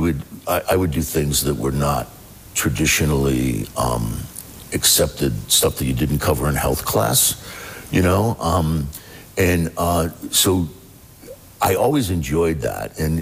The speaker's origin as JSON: {"language": "English", "town": "Toledo", "region": "Ohio", "country": "United States", "said": "I'm from the East Side."}